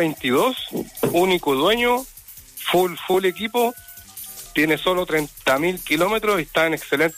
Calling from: El Salvador, Atacama, Chile; De El Salvador.

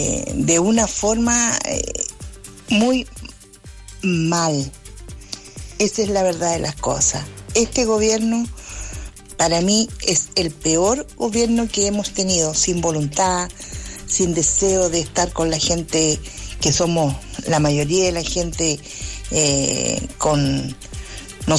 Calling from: Chile; a mí como chileno no me está gustando. Me tiene como en un futuro incierto. Es más, yo soy una persona de 66 años

